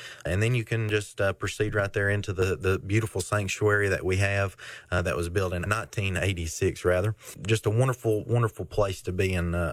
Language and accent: English; McPheeters Bend, United States; I grew up right there in the McPheeters Bend community.